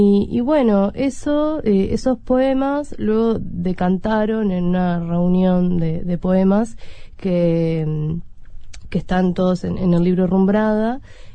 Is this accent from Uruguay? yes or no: yes; Tacuarembó, Uruguay; born there; moved away as an adult; also born or lived in Durazno, Uruguay; now in Montevideo, Uruguay; si bien yo nací en Durazno, viví digo, mi adolescencia y bueno, eso, fundamentalmente mi adolescencia en Tacuarembó